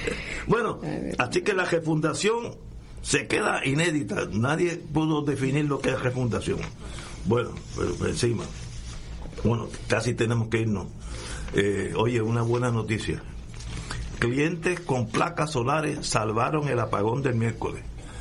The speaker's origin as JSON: {"language": "Spanish", "country": "Puerto Rico"}